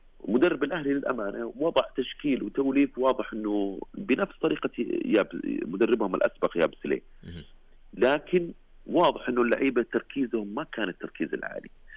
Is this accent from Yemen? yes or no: no; Saudi Arabia; احنا كسعوديين